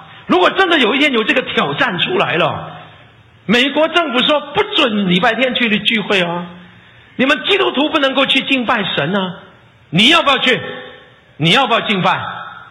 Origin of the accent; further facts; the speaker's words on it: China; 我真的讲特别我们是中国人呢、在我们中国啊，